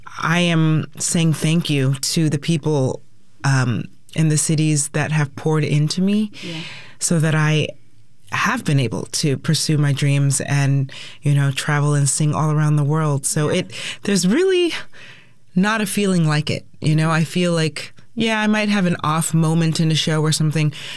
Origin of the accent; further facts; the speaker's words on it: Lakewood, Washington, United States; I grew up in Lakewood, Tacoma, Pierce County